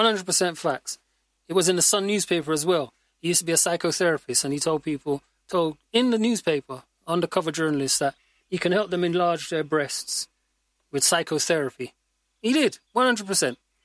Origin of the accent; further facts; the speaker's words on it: United Kingdom; as African British people.